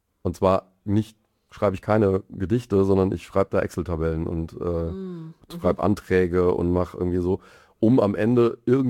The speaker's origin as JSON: {"language": "German", "town": "Mainz", "region": "Rhineland-Palatinate", "country": "Germany", "moved": "as an adult", "lives_now": "Mannheim, Germany", "said": "Ich bin Mainzer eigentlich"}